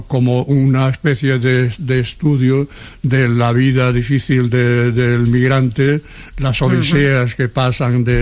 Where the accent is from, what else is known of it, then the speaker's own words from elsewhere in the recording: Seville, Andalusia, Spain; now in Barcelona, Spain; pero cuando vinimos de Sevilla